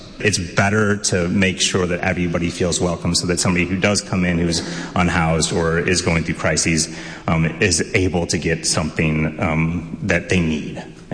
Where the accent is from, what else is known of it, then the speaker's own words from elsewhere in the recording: St. Louis, Missouri, United States; I am from St. Louis, Missouri. I was born and raised